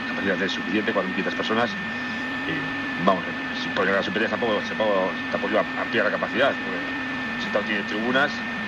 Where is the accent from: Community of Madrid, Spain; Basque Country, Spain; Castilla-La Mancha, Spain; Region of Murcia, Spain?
Basque Country, Spain; Sestao; Yo soy de Sestao, vamos.